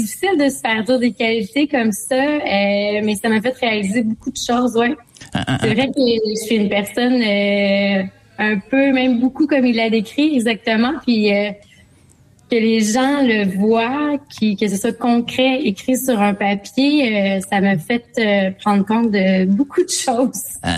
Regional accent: Lille, Hauts-de-France, France; J'ai grandi à Lille. Oui, entouré de champs de fraises, mais entouré d'un grand jardin.

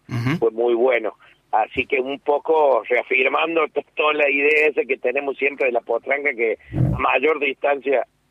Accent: Calchín, Córdoba, Argentina; now in Córdoba, Argentina; somos un pueblito muy chiquito, Calchín.

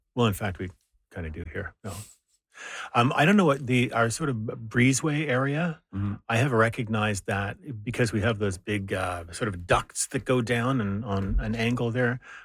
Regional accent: Ottawa, Ontario, Canada; Spoken like I was raised in Ottawa.

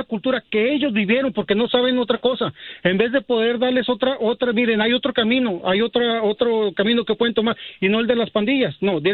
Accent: Mexico; yo soy mexicano, pero mi esposa es del Salvador.

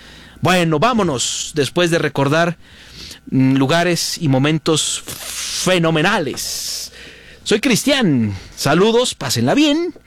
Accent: Morelia, Michoacán, Mexico; Esos lugares que pues al final nos dieron mucha identidad a los que somos de Morelia, a los que vivimos en Morelia

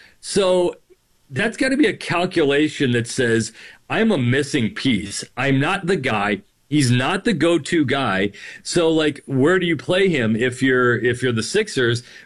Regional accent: Minneapolis, Minnesota, United States; He was never going to go to Minnesota because I'm from Minneapolis and who wants to live there?

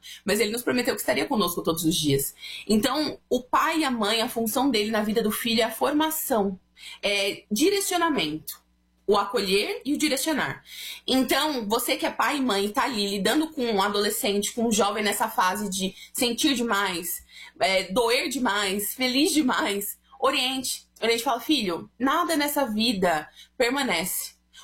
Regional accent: São Paulo, Brazil; eu nunca fui para Curitiba, eu sou de São Paulo.

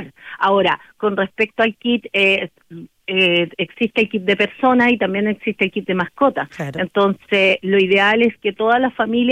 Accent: Chile; los últimos 10 años han sido un tremendo aprendizaje para nosotros como chilenos.

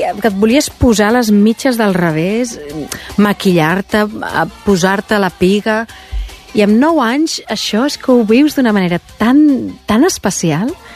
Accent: Barcelona, Catalonia, Spain

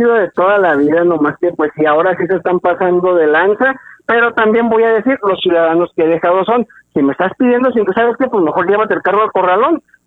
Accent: Mexico; como buen mexicano que somos

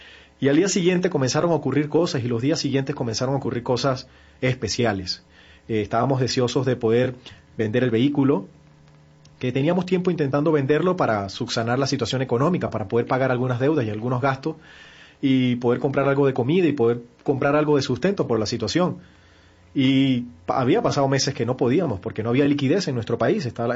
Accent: Venezuela; por la situación que estamos viviendo en el país

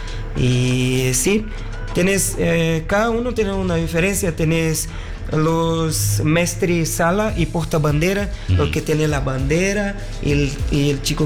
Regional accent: Brazil; yo como brasileño tengo las responsabilidades de la cara

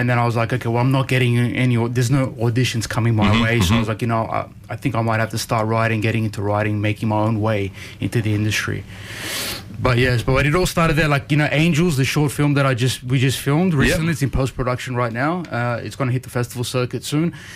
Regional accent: Ryde, New South Wales, Australia; Yeah, very proud to be Armenian. And I grew up here in Ryde. And actually, you know, from my memories, the Italians and Armenians were like the dominant ethnicities here.

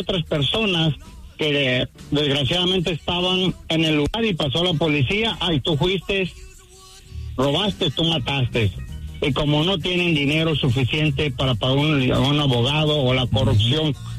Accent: Mexico; Yo viví en, soy mexicano, sé cómo están las situaciones en México.

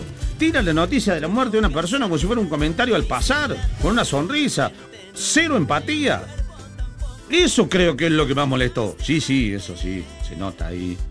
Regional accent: Pozo del Molle, Córdoba, Argentina; Hola chicos … de Pozo del Moyo, hecho a Tony. Pero hoy los escucho desde acá de Córdoba.

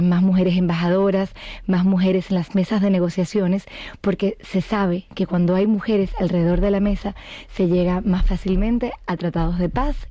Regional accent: Dominican Republic; also born or lived in France / Madrid; La verdad es que soy franco-dominicana. Y de hecho crecí en el Caribe. Mi mamá es dominicana y viví en Madrid hasta hace poco

